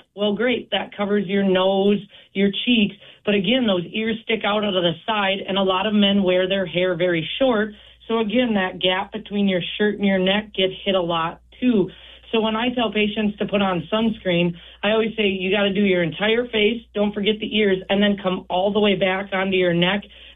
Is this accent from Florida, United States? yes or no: no; Marshall, Minnesota, United States; So I'm originally from Marshall, Minnesota, just a little bit further south.